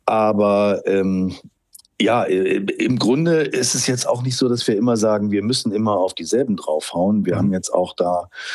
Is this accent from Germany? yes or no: yes; Rhineland, Germany; WDR ist ja auch mein Heimatsender. Alle verorten mich in Hamburg, aber ich bin Rheinländer, deswegen konnte ich da nicht absagen.